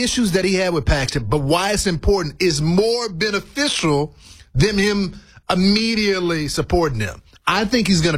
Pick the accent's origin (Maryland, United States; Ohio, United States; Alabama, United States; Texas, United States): Texas, United States; But right now, I mean, look at my home state of Texas.